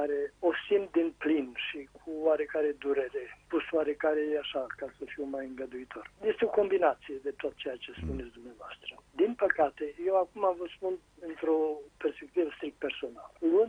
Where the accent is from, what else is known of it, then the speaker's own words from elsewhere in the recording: Moinești, Bacău County, Romania; moved away; also born or lived in Iași; am venit de la Iași în casă, la Moinești